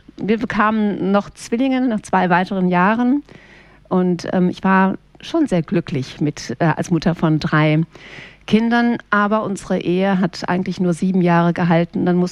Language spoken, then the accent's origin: German; Darmstadt, Hesse, Germany; also born or lived in Aachen; Genau, ich bin in Aachen geboren. Meine Mama war damals Drogistin, ich habe noch zwei Geschwister und nachdem wir in Aachen waren, sind wir nach Darmstadt gezogen, habe ich die Grundschule besucht, das Gymnasium besucht